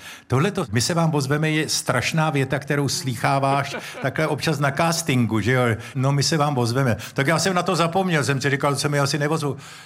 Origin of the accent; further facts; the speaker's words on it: Moravia, Czechia; now in Prague, Czechia; já když jsem se přistěhoval z Moravy do Prahy, tak Pražáci říkali, hele, podívejte, nějaký volbej Moravák, jo.